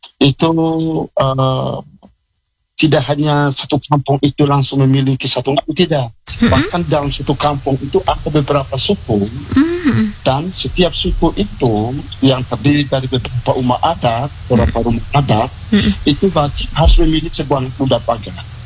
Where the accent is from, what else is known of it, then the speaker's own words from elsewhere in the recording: East Nusa Tenggara, Indonesia; kami orang Ngada khususnya Jawa